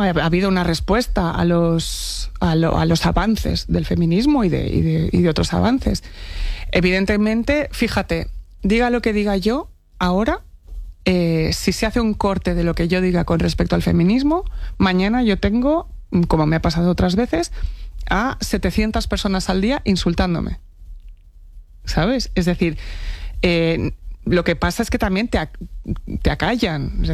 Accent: Barcelona, Catalonia, Spain; moved away as an adult; also born or lived in Buenos Aires; now in Madrid, Spain; yo, por más que nací en Buenos Aires, he crecido en Barcelona prácticamente toda mi vida, hasta que me vine aquí a Madrid.

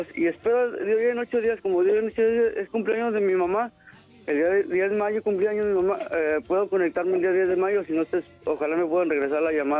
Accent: Zacatecas, Mexico; also born or lived in Hidalgo, Mexico; now in Alabama, United States; Yo soy originario de Miguel, de Zacatecas, y de ahí me fui para el estado de Hidalgo. Allá me casé, tengo mis hijos allá

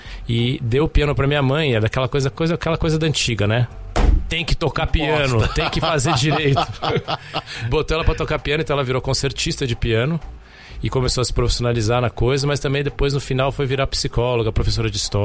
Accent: São Paulo, Brazil; now in Cunha, Brazil; Voltando à minha terra, porque eu tô morando há 6 anos em Cunha, então quando eu venho pra Sampa é já até um pouco nostálgico.

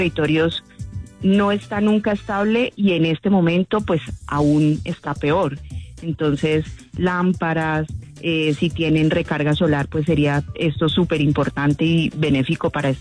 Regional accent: Cali, Valle del Cauca, Colombia; tenemos que seguirnos moviendo como caleños, como vallecaucanos y como colombianos para que esto salga nuevamente adelante, porque podemos.

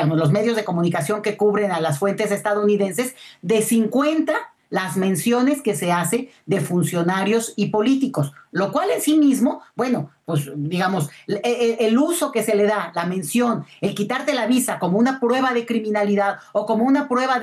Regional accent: Mexico; nosotros, como ciudadanos mexicanos

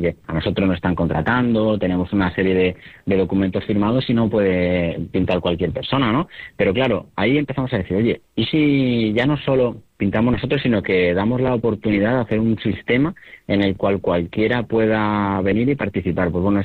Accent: Madrid, Community of Madrid, Spain; justo da la casualidad que es en un barrio donde me crié, en Hortaleza

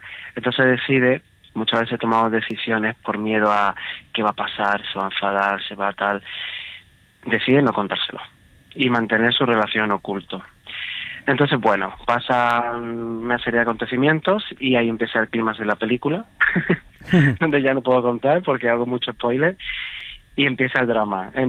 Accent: Lucena, Andalusia, Spain; also born or lived in Málaga; Yo soy de Lucena, de Córdoba, pero me siento muy malagueño. Estudié en Málaga, además claro.

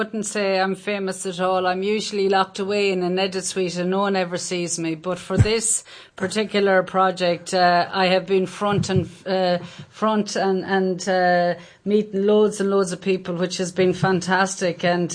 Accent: Swinford, Connacht, Ireland; moved away as an adult; So I was born in Swinford Hospital back in the day. I won't give you the year, but back in the day. But I was born and raised in Swinford, and that's where I spent up until I was about 24. I lived in Swinford

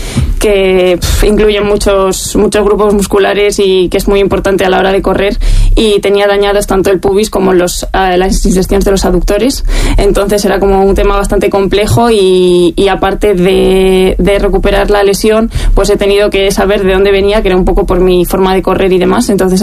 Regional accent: Burgos, Castile and León, Spain

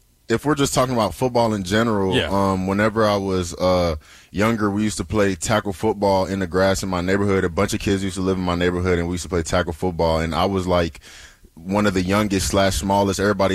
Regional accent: Nigeria; born there; So, you know, I'm Nigerian, born in Nigeria, parents born and raised in Nigeria.

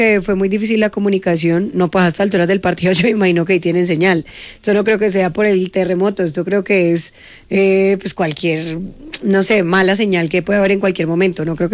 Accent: Cali, Valle del Cauca, Colombia; now in Bogotá, Colombia; yo soy de Cali y yo hablo, yo tengo mi acento

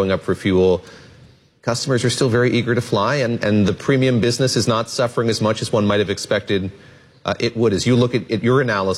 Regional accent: North Carolina, United States; I grew up in North Carolina, the great state of North Carolina.

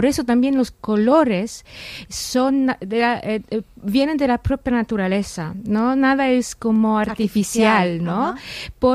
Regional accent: Kraków, Lesser Poland, Poland; Spanish is a second language; Yo vengo de Cracovia, que es la antigua capital de Polonia, con un castillo de renacentista, con muchos edificios renacentistas, el centro es muy histórico

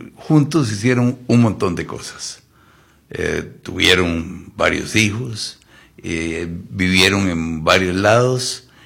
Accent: Cartago, Costa Rica; born there; Mire, yo nací en Cartago, y me sigo definiendo como Cartago

